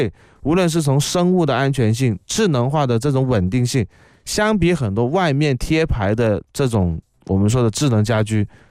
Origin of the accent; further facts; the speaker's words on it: Guangdong, China; 很不符合我们广东人的这种消费理念